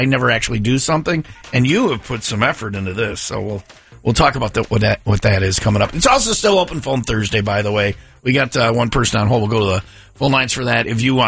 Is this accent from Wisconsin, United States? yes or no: yes; Wisconsin, United States; I'm from Wisconsin, all right?